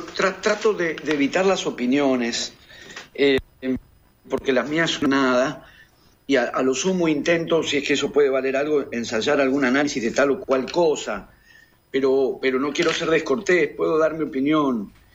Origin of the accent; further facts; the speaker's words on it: Argentina; en el país en el que vivo y del que soy